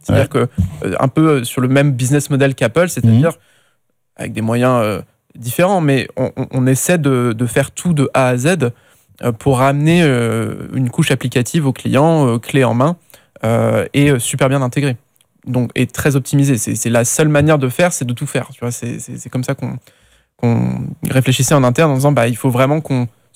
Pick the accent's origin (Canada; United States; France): France; il faut montrer son produit en tant que petit Français, en être fier et le porter avec son petit accent, etc.